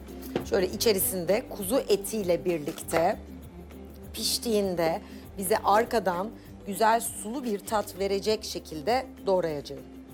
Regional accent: Black Sea Region, Turkey; Her yöreye göre farklı biliyorsunuz. Ben Karadenizliyim. Dolayısıyla bizde kara lahana yemeği yapılır.

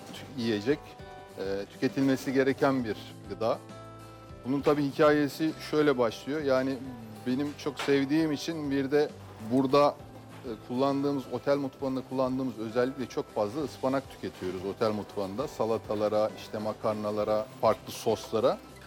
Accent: Bolu, Turkey; Bolu bölgesinde biz yoğurtla çok böyle ürünler çıkarırız.

